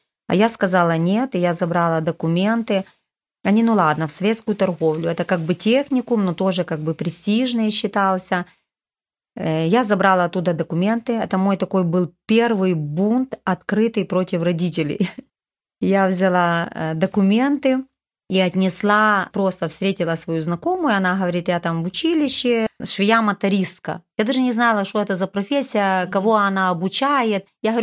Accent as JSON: {"language": "Russian", "town": "Rivne", "region": "Rivne Oblast", "country": "Ukraine", "said": "я из Ровно. Мне 50 лет скоро будет."}